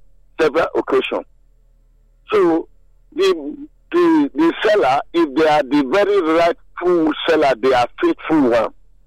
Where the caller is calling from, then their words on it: Benin City, Edo, Nigeria; I'm calling from Azaba, Benin City.